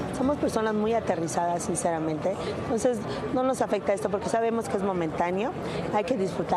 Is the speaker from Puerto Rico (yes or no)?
no; Mexico; cómo somos los mexicanos